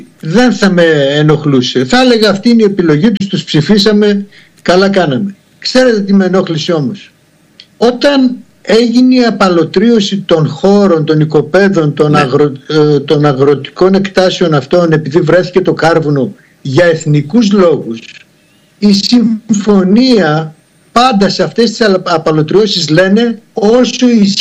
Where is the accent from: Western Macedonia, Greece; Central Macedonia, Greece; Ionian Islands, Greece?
Western Macedonia, Greece; γιατί βλέπετε η καταγωγή μου είναι από την Άουσα, είναι πολύ κοντά στην Πτολεμαϊδα και έχω μεγάλη οικογένεια και στην Πτολεμαϊδα.